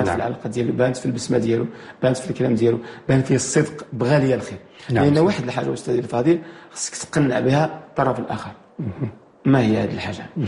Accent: Morocco; عندنا في المغرب

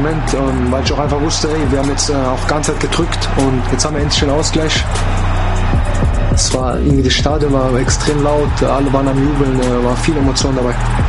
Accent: Germany; born there; Ich bin in Deutschland geboren, von daher ist es für mich besonders gewesen, für mein Land zu spielen. Aber ich bin natürlich auch irgendwo auch froh und stolz, auch meine Wurzeln stolz gemacht zu haben.

